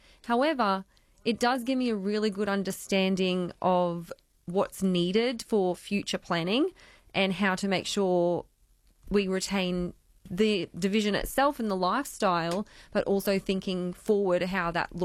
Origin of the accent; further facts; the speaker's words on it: Queensland, Australia; So I grew up on Harvey's Range Road, so quite rural, and had all the challenges of getting to school and, you know, living that rural life. I also lived out in Tamala on a prawn farm.